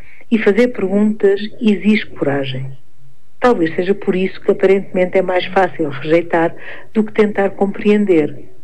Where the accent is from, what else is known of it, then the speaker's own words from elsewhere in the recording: Guarda, Portugal; born there; moved away; also born or lived in Germany; Sou portuguesa, nascida e criada em Portugal, numa família tradicional, da guarda